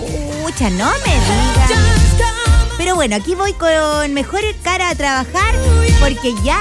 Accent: Dominican Republic; Y también para todos, soy de la RD

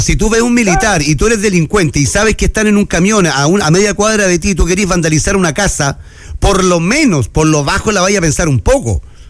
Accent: Antofagasta, Chile; los que somos de Antofagasta y sabemos lo que nos pasó en 91 con un aluvión

